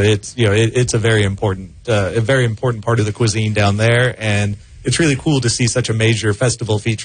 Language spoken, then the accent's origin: English; the Carolinas, United States; also born or lived in Korea; now in Central Coast, California, United States; I grew up in the Southeast in the Carolinas.